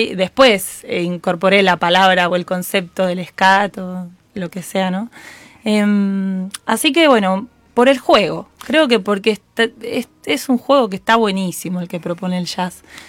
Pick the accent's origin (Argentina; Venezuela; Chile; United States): Argentina; La Plata, Buenos Aires Province; en realidad soy de La Plata, pero bueno, mi papá tenía un bar en San Martín de los Andes y yo iba mucho para allá. Bueno, viajaba sobre todo en el verano, entonces bueno, también pasaba bastante tiempo ahí.